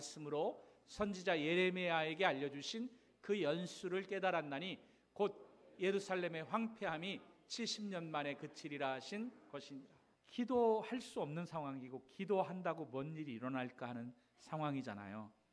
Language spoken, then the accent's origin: Korean; Chungcheong, South Korea; 저희 고향에 계룡산이 있거든요. 대전 유성 그쪽에